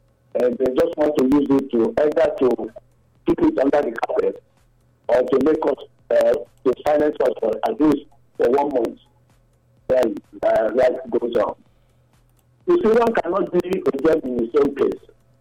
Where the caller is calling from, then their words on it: Nigeria; I'm calling from Ogbesha community.